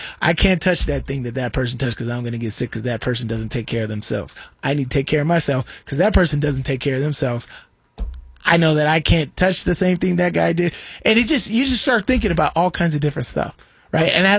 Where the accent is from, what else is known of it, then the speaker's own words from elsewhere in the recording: Las Vegas, Nevada, United States; I'm from Vegas, right? Coming up to Utah, it was cold as hell.